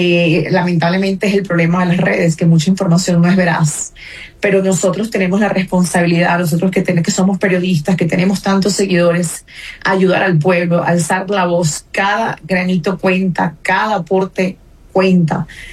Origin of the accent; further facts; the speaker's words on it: Mexico; con los rescatistas que han estado mandando ayuda a mi país, que ya están en mi país salvando vidas.